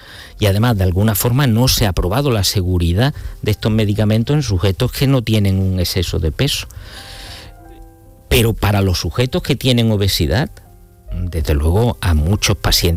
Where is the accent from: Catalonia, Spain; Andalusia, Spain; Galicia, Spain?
Andalusia, Spain; Montoro; No, soy cordobés, nací en Montoro.